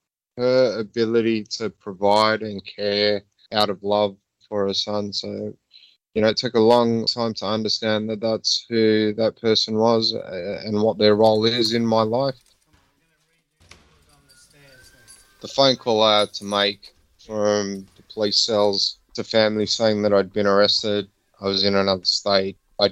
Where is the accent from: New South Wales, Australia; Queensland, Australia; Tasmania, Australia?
New South Wales, Australia; Sydney; I was born in Sydney, Australia, and have a lot of strong connections with the people and the community. It's been my home for the last 41 years.